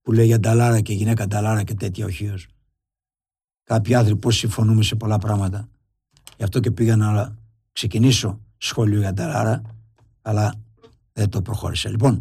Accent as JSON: {"language": "Greek", "town": "Eklouvi", "region": "Ionian Islands", "country": "Greece", "said": "Εγώ είμαι από Εκλουβή."}